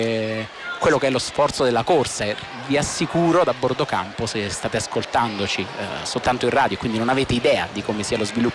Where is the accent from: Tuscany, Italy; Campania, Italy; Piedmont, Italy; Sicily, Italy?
Campania, Italy; questo lo dico da campano.